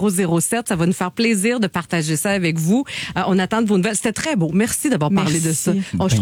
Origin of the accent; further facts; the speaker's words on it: Port-Cartier, Quebec, Canada; moi aussi, j'ai d'une petite place comme toi. Tu sais, je viens de la Côte-Nord, Port-Cartier, on était 7000.